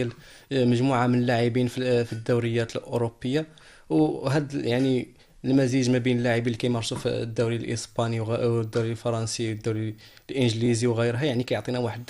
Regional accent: Morocco; نحن مغاربه

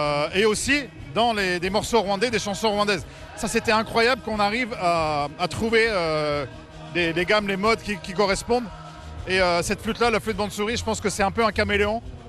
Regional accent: Brittany, France; Après, moi je suis issu d'une tradition populaire de musique de trance, parce que je viens de Bretagne.

